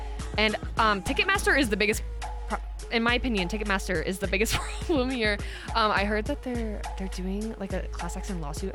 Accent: West Virginia, United States; now in Fort Collins, United States; So I am actually from West Virginia

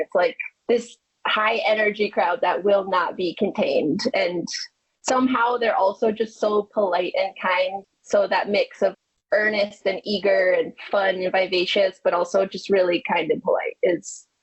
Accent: Michigan, United States; you know, we're from Michigan, so dolphin sightings are, you gotta pay for those.

